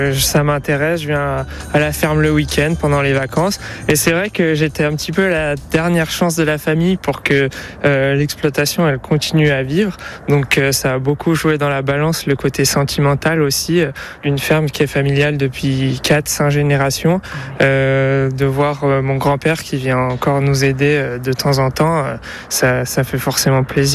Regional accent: Aoste, Auvergne-Rhône-Alpes, France; C'est vrai que je suis né à Aoste, j'ai grandi à Aoste, et là j'ai acheté une maison récemment à Aoste.

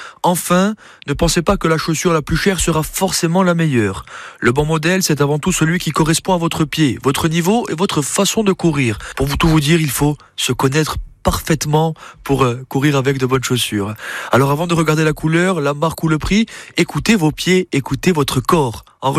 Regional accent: Corsica, France; chez nous en Corse

